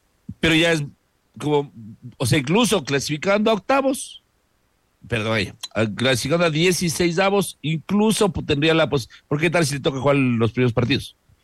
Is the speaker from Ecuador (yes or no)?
yes; Ecuador